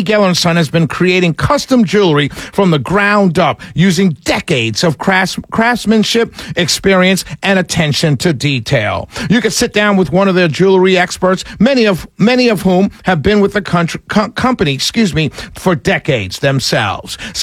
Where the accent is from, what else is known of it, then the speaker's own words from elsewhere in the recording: United States; I'm from America. Did I tell you I was from America? I'm proud to be an American.